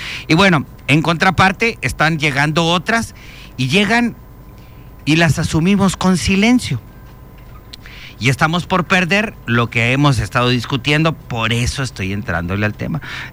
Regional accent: Chetumal, Quintana Roo, Mexico; las cosas que nos hacemos entre chetumaleños.

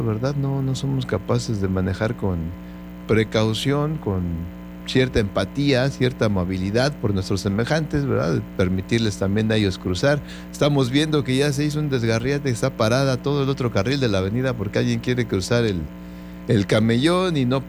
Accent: Mexico; cómo somos los mexicanos

